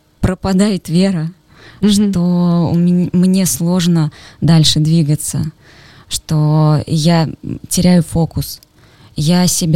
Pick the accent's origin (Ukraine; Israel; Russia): Russia; Orsk, Orenburg Oblast; moved away as an adult; now in Krasnodar, Russia; Всю жизнь прожила в городе Орске, в Оренбургской области. Там же я и покаялась, и замуж вышла там. И 8 лет назад мы переехали в Краснодар с мужем.